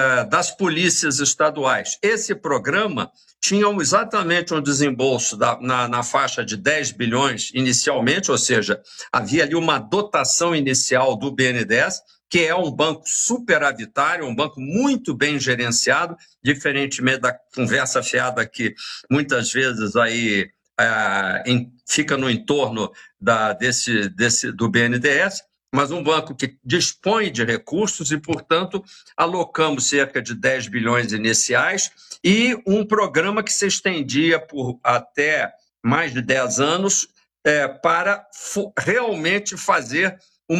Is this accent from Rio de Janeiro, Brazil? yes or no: yes; Rio de Janeiro, Brazil; Sou carioca e, portanto, tenho alta sensibilidade para a questão da segurança.